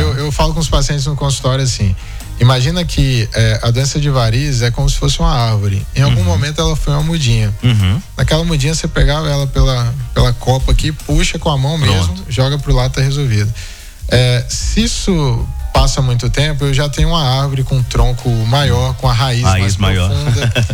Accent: Piatã, Bahia, Brazil; now in Espírito Santo, Brazil; eu não sou do Espírito Santo, eu sou da Bahia, nascido e criado. Minha família mora na Bahia, meus pais moram na Bahia, numa cidade chamada Piatã. Cidade do melhor café do Brasil.

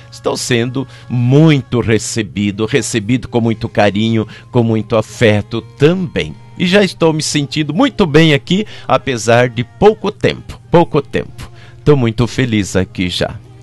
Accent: São Paulo, Brazil; born there; moved away as an adult; also born or lived in Bahia; aqui na minha região, na minha terra, próximo do lugar, mesmo local, realidade onde eu nasci.

